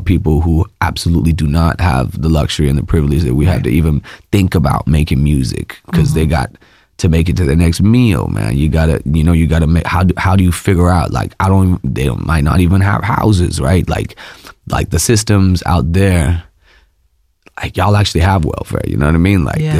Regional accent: India; first language Malayalam; English is a second language; we're out there in Bangalore, which people don't speak Malayalam, which is my native tongue

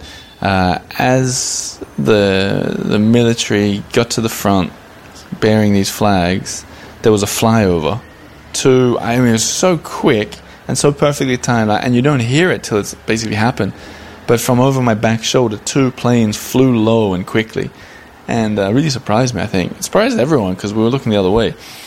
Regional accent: Australia; which was also kind of baffling to me as an Australian telling Americans what was going on for the Olympics.

